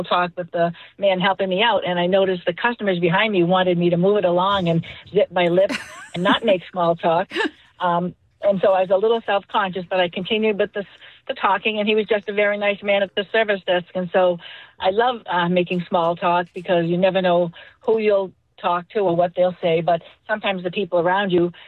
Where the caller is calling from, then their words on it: Brewster, Massachusetts, United States; Yes. Actually, I'm calling from Brewster, Mass.